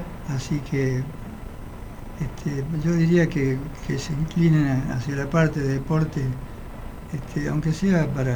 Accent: San Juan, Argentina; born there; moved away; also born or lived in Córdoba; Yo nací en San Juan. Uh-huh. Pero me quedé en Córdoba hasta el 82.

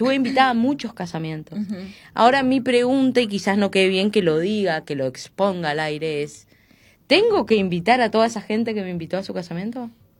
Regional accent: Argentina; no somos racistas los argentinos

